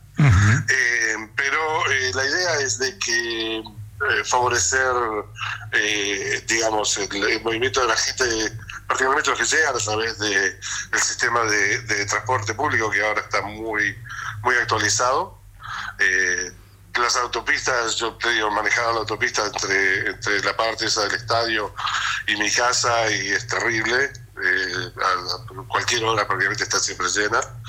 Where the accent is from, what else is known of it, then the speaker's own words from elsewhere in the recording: Argentina; Nosotros igual vamos a perdón, como argentino digo, nos vamos a arreglar para para escaparnos a verlos